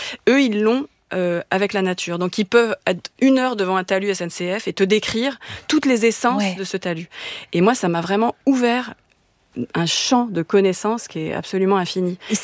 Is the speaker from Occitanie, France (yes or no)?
no; Paris, Île-de-France, France; je suis chorégraphe, je suis parisienne, j'accumule un peu les les défauts.